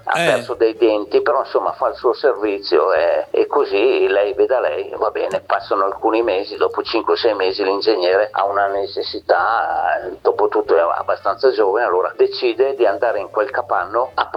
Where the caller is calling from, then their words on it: Cornegliano Laudense, Lombardy, Italy; da Cornigliano Rodense.